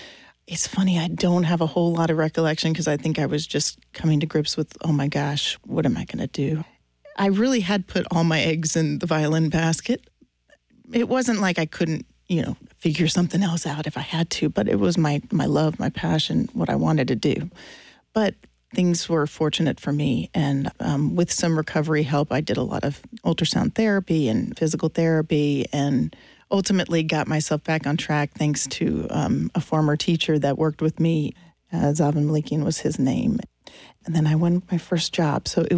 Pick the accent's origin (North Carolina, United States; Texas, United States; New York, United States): North Carolina, United States; also born or lived in Florida; I wasn't born, but I was raised in North Carolina, so somewhat close by to Georgia